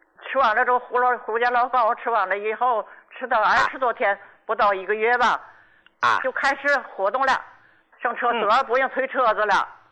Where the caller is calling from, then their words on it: Qinhuangdao, Hebei, China; 我是秦皇岛的。